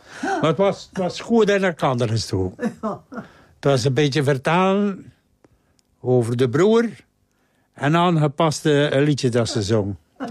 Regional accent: De Haan, Flanders, Belgium; Ik kom normaal van aan het zeetje.

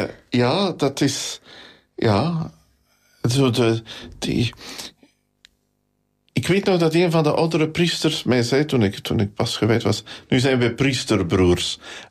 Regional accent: Nederasselt, Gelderland, Netherlands; moved away; ik ga nooit weg uit Nederasselt. Nu voor een stuk, ja, blijf ik een echte man van Nederasselt ook, hoor, hè, als priester. Ligt mijn hart daar nog altijd, hè, in mijn geboortedorp.

